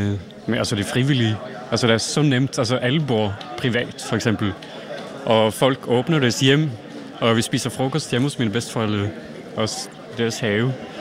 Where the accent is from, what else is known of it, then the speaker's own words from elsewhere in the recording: Norway; Danish is a second language; Og det er jo også, fordi jeg er kommet selv fra Norge. Men altså, min bedsteforældre bor i Præstø, faktisk.